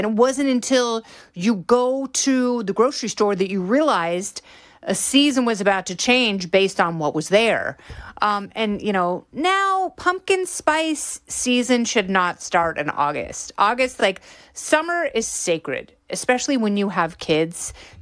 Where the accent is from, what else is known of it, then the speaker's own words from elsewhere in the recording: Oregon, United States; growing up in Oregon, you know, childhood, fall, it is just the best thing in the world